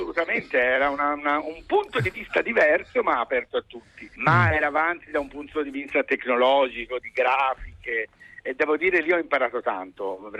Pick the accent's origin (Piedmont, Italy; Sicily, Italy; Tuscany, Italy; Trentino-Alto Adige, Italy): Tuscany, Italy; Florence; Io sono di Firenze.